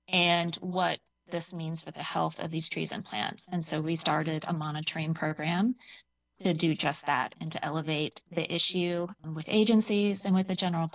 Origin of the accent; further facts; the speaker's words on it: Virginia, United States; I grew up in Virginia, hiking the Appalachian Trail and saw the impacts of hydrologic dams and other impacts that we have on the environment